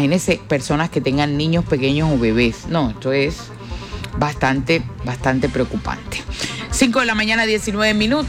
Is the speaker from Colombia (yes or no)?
yes; Barranquilla, Atlántico, Colombia; somos nosotros los barranquilleros